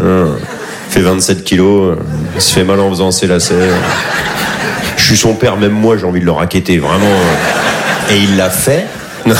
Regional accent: Bondy, Île-de-France, France; also born or lived in Paris; Je suis né à Paris, moi j'ai grandi à Bondy dans le 9-3.

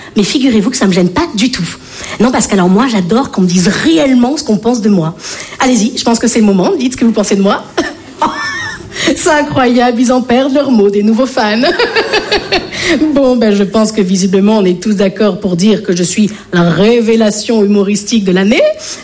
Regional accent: Bordeaux, Nouvelle-Aquitaine, France; now in Paris, France; je viens de Bordeaux.

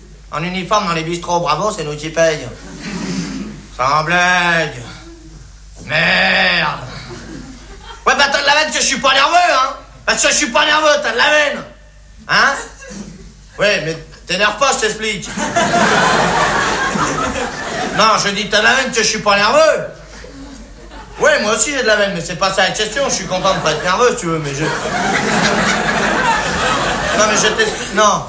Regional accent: France; Les français, c'est des cons, ouais, ben, je suis bien placé, hein, je suis français.

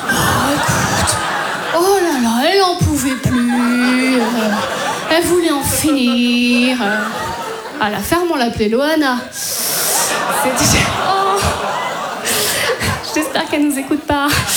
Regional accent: Brittany, France; moved away

